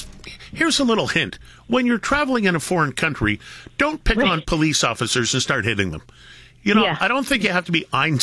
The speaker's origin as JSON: {"language": "English", "town": "Toronto", "region": "Ontario", "country": "Canada", "tie": "born or raised there", "said": "And I don't live in Toronto. I could not live in Toronto anymore, and it's my hometown. I mean, I worked in radio in Toronto for the majority of my life."}